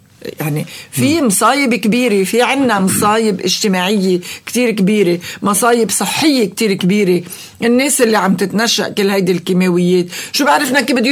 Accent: Lebanon; نحنا مواطنين لبنانيين كلنا بدنا نعيش مع بعض ومنعيش مع بعض وعشنا مع بعض

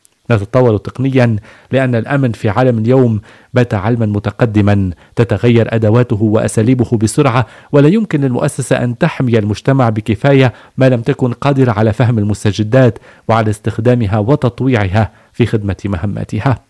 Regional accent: Lebanon; نحن أبناء لبنان، وفخرنا وعزنا وشرفنا أن نخدمه ونصون مؤسساته ونحمي مسيرته

